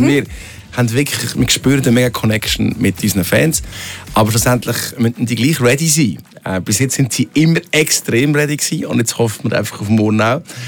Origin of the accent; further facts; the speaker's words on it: Switzerland; Also wir sind ja auch im Seetal aufgewachsen.